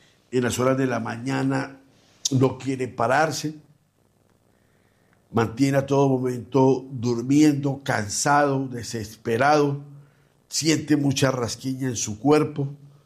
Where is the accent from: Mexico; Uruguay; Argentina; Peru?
Mexico; Porque yo vengo desde México, donde se venera, donde se hacen altares a la Santa Muerte.